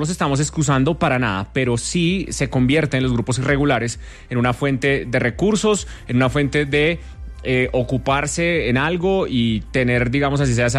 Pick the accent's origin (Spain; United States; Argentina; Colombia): Colombia; Michelle, este es un tema que nos pone a nosotros a revisarnos como colombianos qué es lo que está pasando.